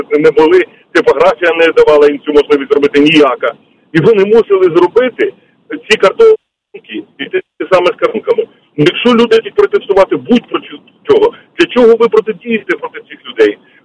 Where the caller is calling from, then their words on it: Kyiv, Ukraine; я з Києва.